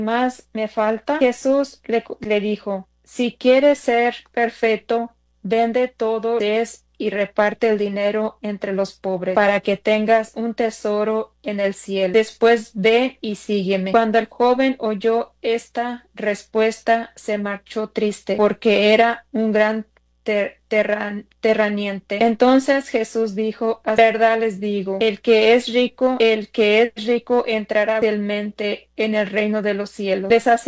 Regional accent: Jalisco, Mexico; now in Moline, Illinois, United States; soy la cuarta de 10 hijos. Yo me crié en un ranchito allá en el estado de Jalisco, de muy pocas casitas, si acaso había como 10 casitas, era un pueblito. Era un ranchito muy bonito, muy tranquilo

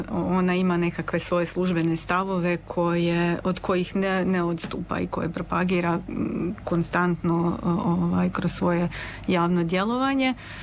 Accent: Croatia; Kod nas u Hrvatskoj

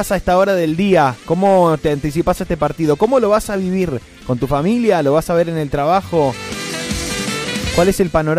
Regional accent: Argentina; Pero somos argentinos.

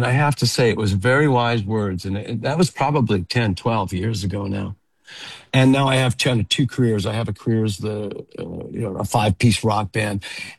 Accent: Regina, Saskatchewan, Canada; moved away; growing up in Regina was quite fortuitous for me

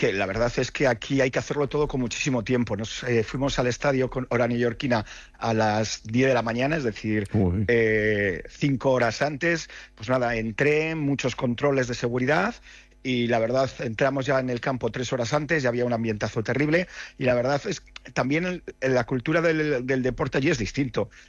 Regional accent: Valladolid, Castile and León, Spain

